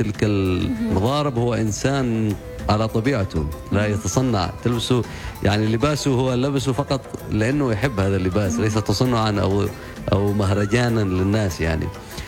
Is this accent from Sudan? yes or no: no; Dhofar, Oman; Arabic is a second language